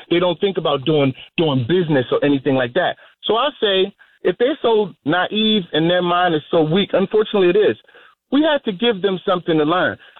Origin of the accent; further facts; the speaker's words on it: Baltimore, Maryland, United States; Like I grew up, I'm from Baltimore, so I grew up in the streets for real.